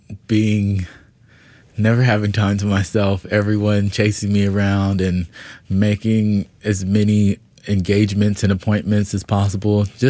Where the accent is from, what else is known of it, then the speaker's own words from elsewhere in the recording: Atlanta, Georgia, United States; moved away; I'm from Atlanta, right?